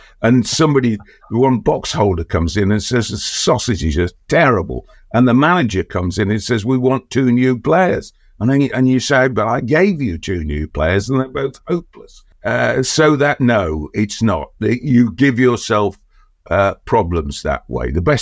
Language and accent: English; Leicester, East Midlands, United Kingdom; born there; I was born in the Fielding Johnson Hospital on Regent Road, Leicester in 1950.